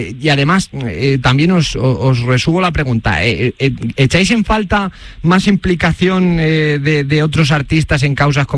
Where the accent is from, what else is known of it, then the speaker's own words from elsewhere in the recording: Granada, Andalusia, Spain; porque yo soy de Granada, creo que Benito también, ¿no, Benito?